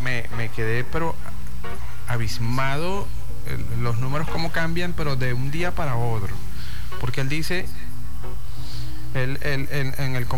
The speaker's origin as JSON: {"language": "Spanish", "country": "Venezuela"}